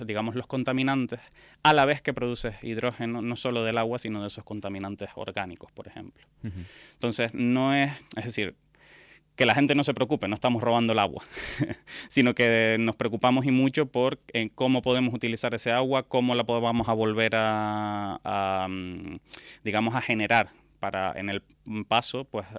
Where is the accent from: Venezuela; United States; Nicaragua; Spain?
Spain; Canary Islands; moved away as an adult; also born or lived in Austria; yo soy estudiante de la Universidad de La Laguna. Estudié mi tesis doctoral aquí y luego, pues como muchos canarios, tuve que salir fuera. En mi caso salí a Austria.